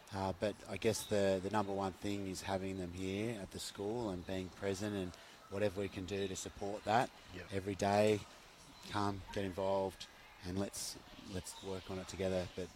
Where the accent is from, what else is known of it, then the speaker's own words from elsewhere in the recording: Manly, New South Wales, Australia; I'm from Manly.